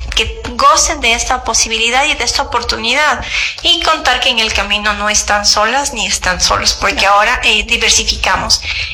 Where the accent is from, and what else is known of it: Ecuador